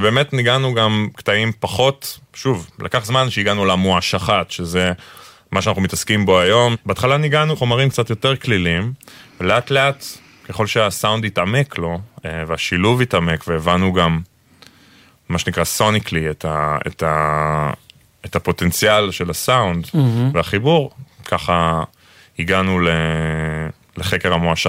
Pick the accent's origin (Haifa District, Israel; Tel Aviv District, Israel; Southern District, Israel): Haifa District, Israel; Zikhron Ya'akov; also born or lived in New York; אני בכלל גדלתי בזיכרון ואון בתל אביב